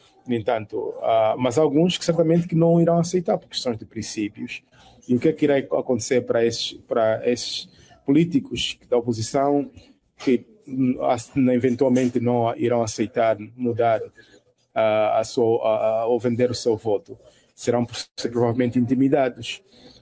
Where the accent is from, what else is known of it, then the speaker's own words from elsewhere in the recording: Angola; eu tenho como cidadão angolano, e eu penso que nenhum angolano deve permitir com que isso aconteça.